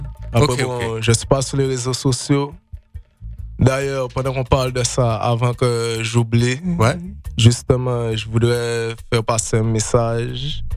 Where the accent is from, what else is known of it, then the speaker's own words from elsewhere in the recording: Guadeloupe, France; moved away; Ouais, j'ai grandi en Guadeloupe. Ouais.